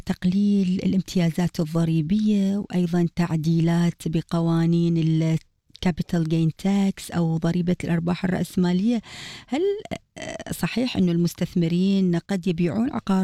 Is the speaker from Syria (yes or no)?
no; Iraq; moved away; طبعا إحنا لما كنا صغار بالعراق كان في فقرة منوعات أغاني يعني تتصدرها السيدة … أيضا. فعندي ميموري ذاكرة منذ الطفولة، كبرت على أغاني … ، كان كثير تطلع عندنا بالعراق بالتلفزيون العراقي.